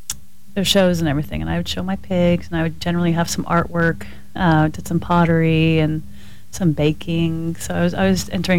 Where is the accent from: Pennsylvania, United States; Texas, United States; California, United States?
Texas, United States; Lytton Springs; also born or lived in Germany / San Antonio, Texas / London, United Kingdom; And then we moved here when I was about 7 or 8. Started building our house out here.